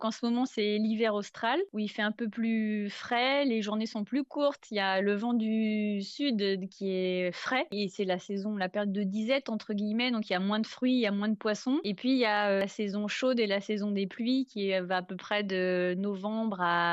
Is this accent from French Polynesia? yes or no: yes; French Polynesia; also born or lived in Angers, France; je suis née à Angers, dans le Maine-et-Loire, dans l'Hexagone, et je suis arrivée jeune avec mes parents à Tahiti. Donc, je suis allée à l'école et après mon bac, je suis partie faire mes études dans l'Hexagone, mes études de journalisme, et juste après mes études, je suis revenue à Tahiti.